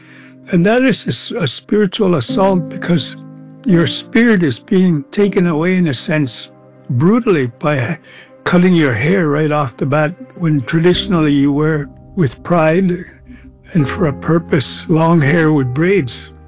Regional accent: Ermineskin Cree Nation, Alberta, Canada; born there; I was born on the Irminskin Cree Nation and was raised by my grandparents until I was taken to residential school when I was 6 years old.

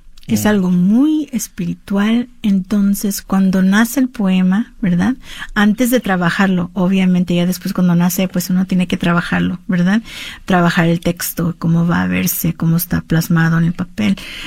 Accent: California, United States; born there; esa identidad que tenemos nosotras como chicanas aquí en California, pero para mí es una hermana teja, los tejanos son mis hermanos, porque somos nacidos aquí

